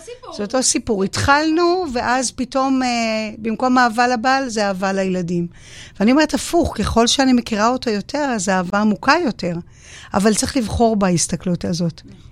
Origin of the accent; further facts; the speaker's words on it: Jerusalem, Jerusalem District, Israel; born there; now in Haifa, Israel; אני תושבת חיפה. מאוד אוהבת את חיפה. נולדתי בירושלים, אבל אני תושבת חיפה.